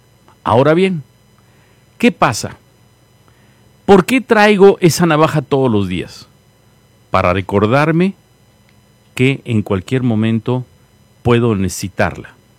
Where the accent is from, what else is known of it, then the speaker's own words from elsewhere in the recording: Gutiérrez Zamora, Veracruz, Mexico; Yo soy de Veracruz, de Gutiérrez Zamora, Veracruz, el norte de Veracruz está a 2 horas del puerto. En ese lugar existen cosechas de naranja, de plátano, de mandarina. Es un paraíso